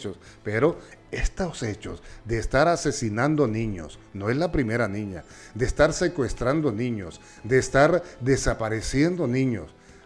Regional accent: Honduras

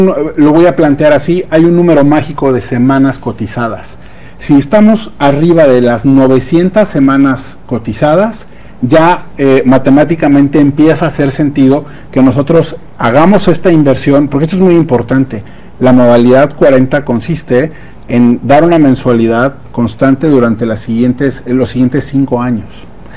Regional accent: Mexico; si nuestra expectativa de vida hoy como mexicanos anda alrededor de los 80 años.

